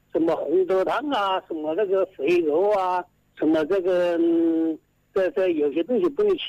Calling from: Hanchuan, Hubei, China; 我是汉川的，我陈湖。

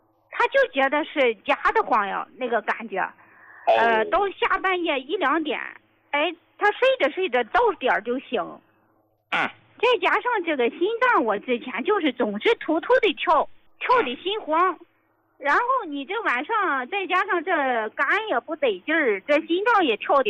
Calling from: Tai'an, Shandong, China; 我是山东的，山东泰安的听众，我姓。

